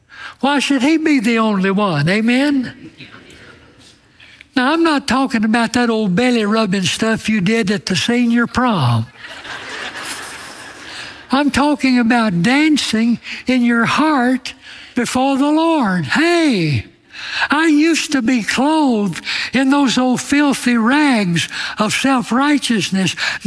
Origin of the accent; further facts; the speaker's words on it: Alabama, United States; I'm from Alabama, and that's an Alabama phrase for spill.